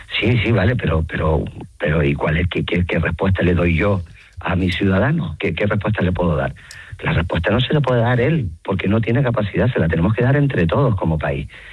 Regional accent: Canary Islands, Spain; yo no soy ceutí, soy canario

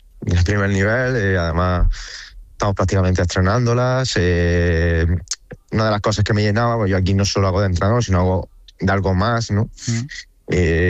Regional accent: Spain; Hay 5, somos 5 españoles en el cuerpo técnico también, que he intentado traer.

